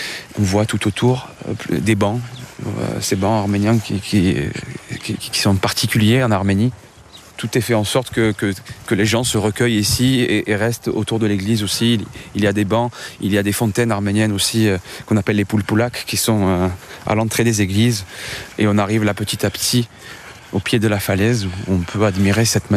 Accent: Marseille, Provence-Alpes-Côte d'Azur, France; Je suis de Marseille, on en a 12 à Marseille.

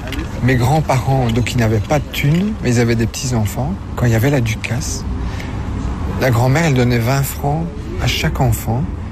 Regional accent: Belgium; Mes parents, ils sont italiens, ça c'est sûr. Comme moi, je suis italien, mais je suis belge aussi, tu comprends ?

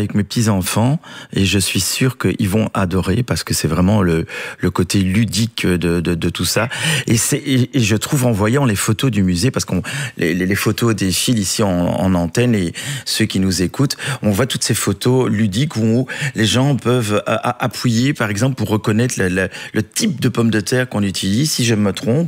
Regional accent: Belgium; nous, en tant que Belges

